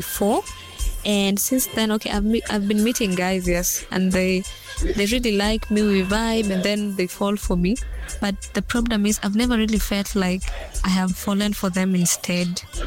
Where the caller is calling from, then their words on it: Rongai, Kajiado County, Kenya; I'm 20 years and I'm from Rongai.